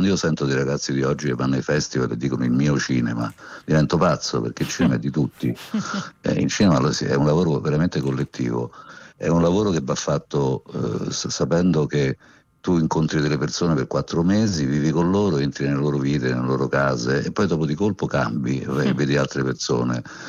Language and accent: Italian; Rome, Lazio, Italy; Siamo romani, ma abbiamo fatto, che se tu pensi, non so, Sotto il vestito niente, eccezionale veramente, Via Monte Napoleone, Iuppis, ma tantissimi, abbiamo fatto tantissimi film che hanno raccontato Milano